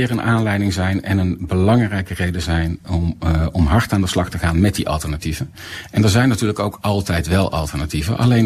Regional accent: Netherlands

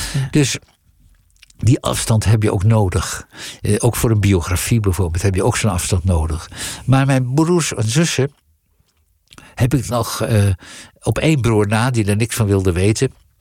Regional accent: Leeuwarden, Friesland, Netherlands; moved away as an adult; Want ik groeide op in Leeuwarden. En Friesland is echt, het is me na aan het hart gebakken

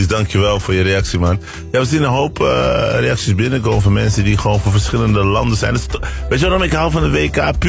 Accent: Morocco; Ja, ik ben van Marokko.

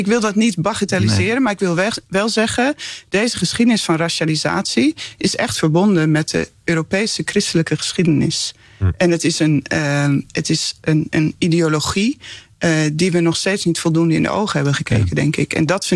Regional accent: Netherlands; En wij zijn Nederlanders, dus ik, ja.

